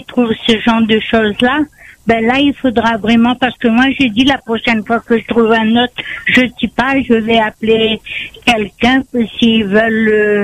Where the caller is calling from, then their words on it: Sainte-Anne, Réunion; Ben, je suis à Sainte-Anne.